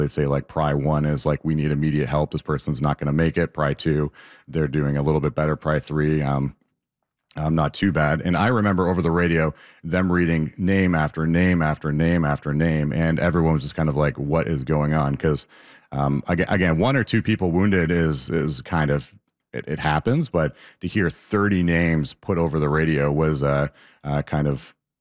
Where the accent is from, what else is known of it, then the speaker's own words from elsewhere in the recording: London, Ontario, Canada; I don't know how I would have been able to integrate back into London life, because it's very difficult to go from being a Londoner and then going into an active combat zone like that.